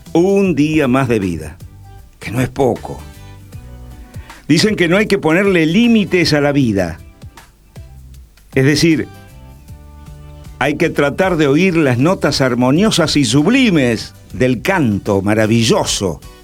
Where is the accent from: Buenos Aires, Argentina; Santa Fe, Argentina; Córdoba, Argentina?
Santa Fe, Argentina; ¿de dónde sos? Somos de Santa Fe de la Vera Cruz.